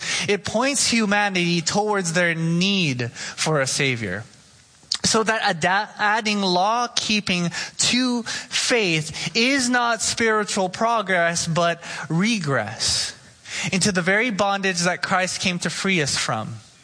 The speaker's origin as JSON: {"language": "English", "town": "Oxnard", "region": "California", "country": "United States", "tie": "born or raised there"}